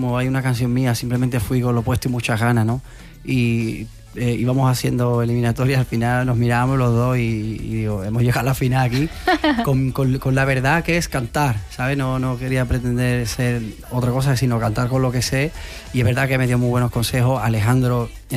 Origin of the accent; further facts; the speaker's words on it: Mairena, Andalusia, Spain; gente de mi pueblo, músicos de Mairena también